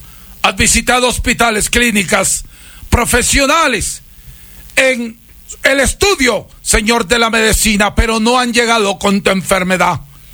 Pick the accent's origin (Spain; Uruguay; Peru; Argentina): Peru; Huancabamba, Piura; El membrillo, señor, que traigo de mi tierra natal, las guaringas de Huancabamba, Perú.